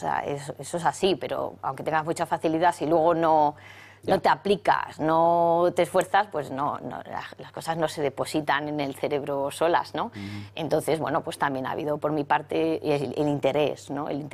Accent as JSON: {"language": "Spanish", "town": "Segovia", "region": "Castile and León", "country": "Spain", "tie": "born or raised there", "said": "Bueno, pues somos una familia de Segovia pues muy normal, muy, muy estándar. Soy la segunda de 4 hermanos."}